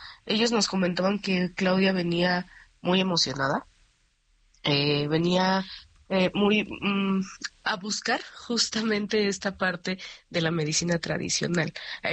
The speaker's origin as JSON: {"language": "Spanish", "country": "Mexico", "said": "No afirmamos nosotras como mexicanas, pero tal vez también nosotras ya estamos un poco sesgadas porque aquí vivimos"}